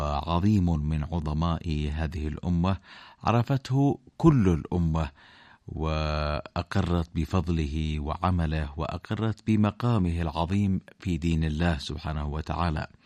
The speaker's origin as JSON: {"language": "Arabic", "country": "Yemen", "said": "نحن كشعب يمني أولا ثم الناس في هذه الأمة."}